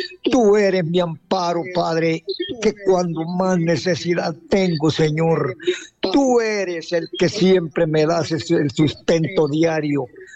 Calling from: Juticalpa, Olancho, Honduras; De aquí, de Juticalpa, una aldea de Galope

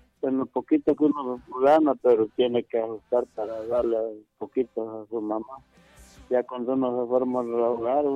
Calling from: San Miguelito, Honduras; Pues aquí de San Miguelito

